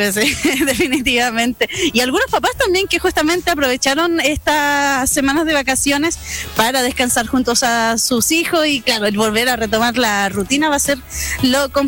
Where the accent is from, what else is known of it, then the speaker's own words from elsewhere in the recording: La Unión, Los Ríos, Chile; Ricardo, mira, yo soy de La Unión, ya hay un dicho.